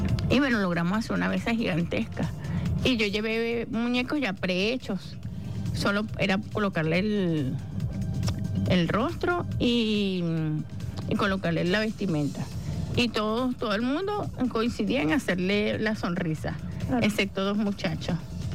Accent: Venezuela

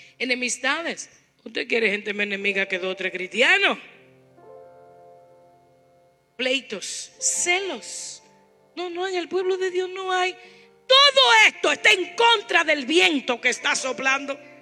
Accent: Dominican Republic; moved away

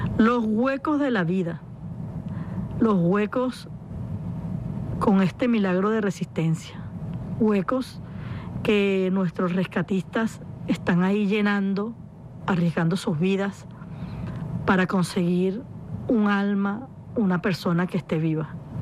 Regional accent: Venezuela; yo también soy venezolana

